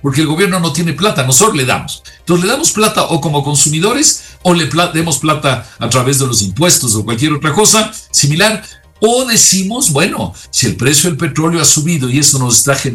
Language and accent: Spanish; Ecuador; los que acabamos pagando esas deudas somos nosotros, los ecuatorianos.